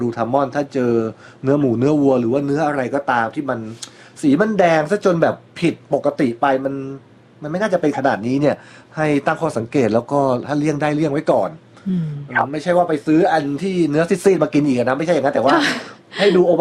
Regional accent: Pathum Thani, Thailand; ผมเป็นคนปทุม

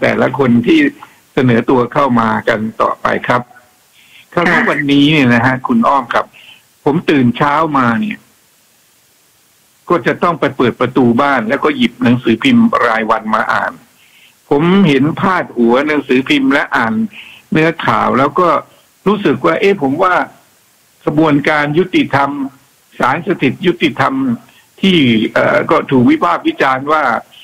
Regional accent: Bangkok, Thailand; เราเป็นคนกรุงเทพ

